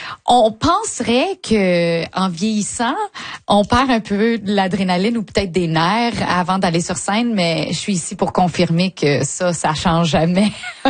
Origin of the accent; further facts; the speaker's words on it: Ontario, Canada; accent: Franco-Ontarian; Mais de temps en temps, écoute, si je bois une coupe de verre, des fois je commence à sonner un peu plus. Un peu plus franco-ontarienne.